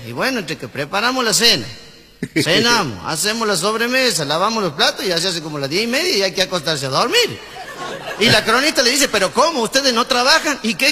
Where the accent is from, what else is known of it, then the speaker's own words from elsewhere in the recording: Santiago del Estero, Argentina; Vine a los 17 años a Córdoba. Nobleza obliga, primero voy a hablar de la gente de mi pago. Porque siempre a los santiagueños nos han cargado.